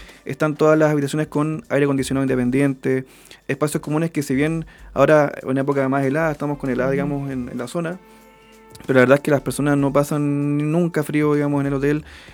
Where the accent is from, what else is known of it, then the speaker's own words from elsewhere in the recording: Antofagasta, Chile; moved away as an adult; now in Cascada, Chile; Yo soy de Antofagasta.